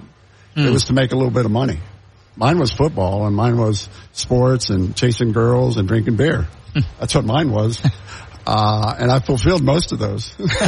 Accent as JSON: {"language": "English", "town": "Brownsville", "region": "Texas", "country": "United States", "tie": "born or raised there", "moved": "yes", "lives_now": "Austin, United States", "said": "I'm a real Grand Valley boy. I grew up in Brownsville."}